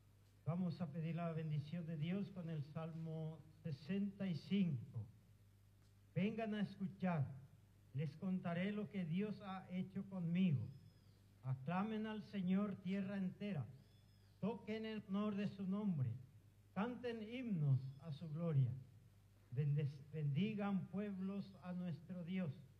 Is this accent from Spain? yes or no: no; Paraguay; para nosotros como paraguayos